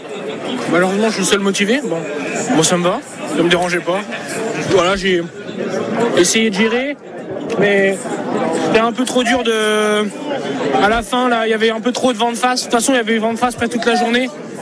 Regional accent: France; en tant que Français

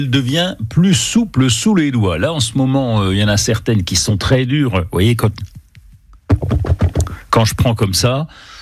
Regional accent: Bourgogne-Franche-Comté, France; chez nous en Franche-Comté

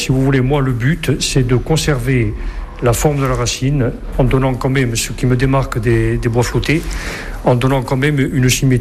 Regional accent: Lévie, Corsica, France; moved away as an adult; À la base, je suis originaire de Lévis. Ce qui est devenu mon atelier était au départ une maison de famille où ont vécu mes grands-parents. Comme beaucoup de Corses, à 18 ans, je suis parti faire mes études sur le continent

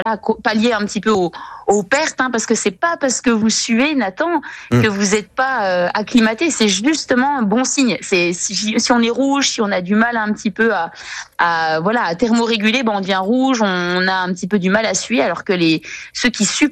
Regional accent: Bourgogne-Franche-Comté, France; j'aurais jamais cru en tant que jurassienne

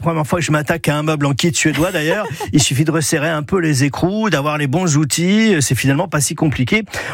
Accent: France; Alors, étant donné que moi aussi, je suis français, oui.

